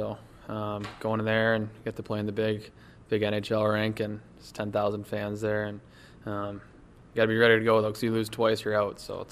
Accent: Lexington, Massachusetts, United States; Yeah, I grew up in Massachusetts, Lexington, and I think the whole family was in 2 miles of each other, so it was fun growing up there

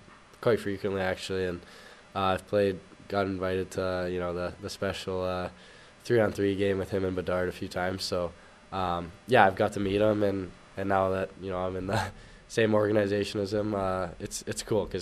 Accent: Vancouver, British Columbia, Canada; born or raised there

